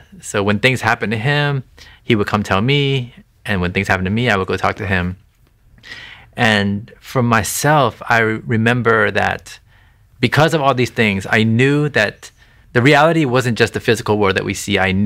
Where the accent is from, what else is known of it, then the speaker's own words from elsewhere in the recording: United States; Yeah, I'm Thai American. So my parents are from Thailand. And if anyone knows anyone who's Thai, it's 95% of the population is Buddhist. Mm. So naturally, I grew up that way here, being in America